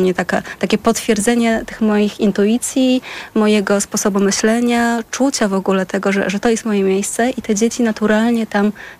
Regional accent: Janowiec, Lublin Voivodeship, Poland; Wychowałam się na wsi, w Janowcu nad Wisłą, w takiej małej miejscowości na Lubelszczyźnie, naprzeciwko Kazimierza Dolnego.

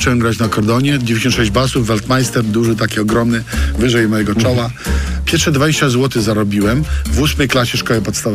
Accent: Wrocław, Lower Silesian Voivodeship, Poland; also born or lived in Vilnius; Urodziłem się w Wilnie, miałem 2 latka, moja rodzina przyjechała do Wrocławia takim pociągiem jak sami swoi.

